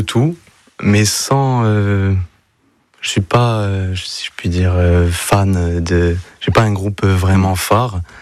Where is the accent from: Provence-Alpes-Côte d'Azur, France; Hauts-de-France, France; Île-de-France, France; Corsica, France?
Corsica, France; Bastia; De Bastia, moi, du coup.